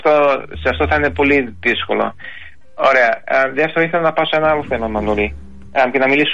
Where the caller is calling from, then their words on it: Ithaca, Ionian Islands, Greece; στην Ιθάκη, στο νησί μου